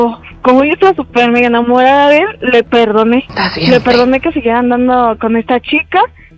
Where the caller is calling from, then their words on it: Puebla, Mexico; Tengo 25, soy de Puebla.